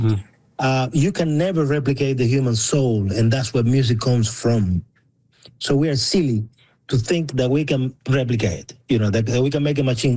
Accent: Cuba; okay, I'm from Cuba, okay, I play, you know, all kinds of music, whatever

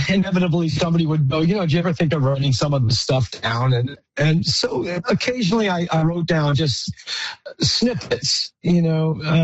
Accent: Regina, Saskatchewan, Canada; I come from Regina, where there wasn't a whole lot of blues players in town, and you know, the idea of being a blues player in the middle of Canada always felt unlikely

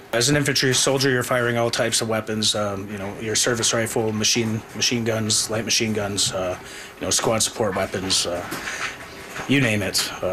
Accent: Webwood, Ontario, Canada; I grew up in Webwood.

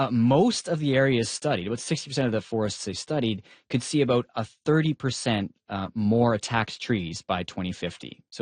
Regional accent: Prince George, British Columbia, Canada; as a kid growing up in my hometown of Prince George, I just remember all the trees dying.

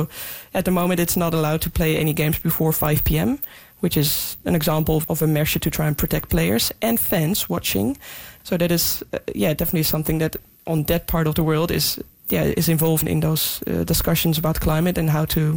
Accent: Netherlands; moved away; also born or lived in Scotland, United Kingdom; growing up in the Netherlands playing football there, there wasn't too many, I guess, weather events

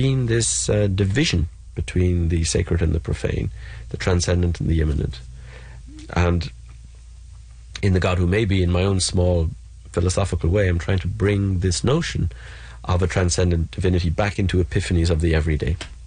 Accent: Ireland; I grew up in Ireland

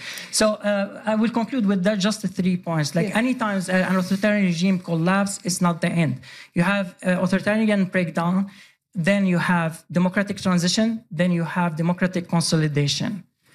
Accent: Sweden; No, very appreciated because I grew up in Sweden.

